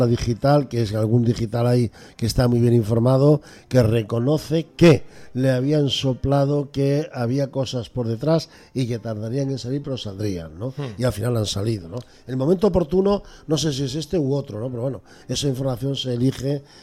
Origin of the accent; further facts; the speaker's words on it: Galicia, Spain; La pregunta, como buen gallego, se la devuelvo yo.